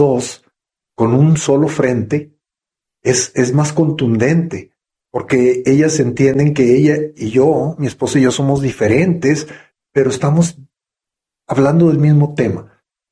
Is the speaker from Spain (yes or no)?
no; Mexico; Ahí en mi pueblo no había televisión, porque era un pueblo chico.